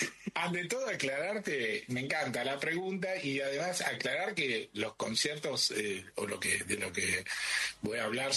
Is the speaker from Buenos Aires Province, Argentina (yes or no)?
yes; Caseros, Buenos Aires Province, Argentina; Yo nací en Caseros, soy del conurbano, así que, pero este Tapial es un poco más adentro, un conurbano más profundo que el lugar donde yo vivía.